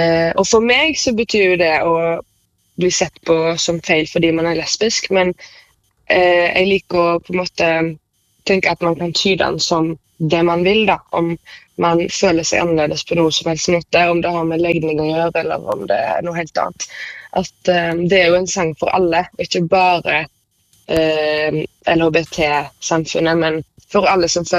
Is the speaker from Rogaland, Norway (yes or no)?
yes; Haugesund, Rogaland, Norway; born there; moved away